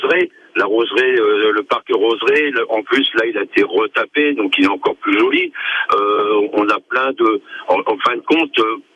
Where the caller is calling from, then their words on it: Hauts-de-France, France; je suis Picard, toute ma famille est de Picardie, à côté d'Aville